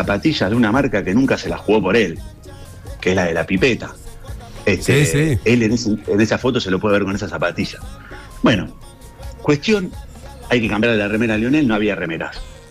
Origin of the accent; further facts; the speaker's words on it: Rosario, Santa Fe, Argentina; now in Buenos Aires, Argentina; Yo era el único rosarino en el equipo.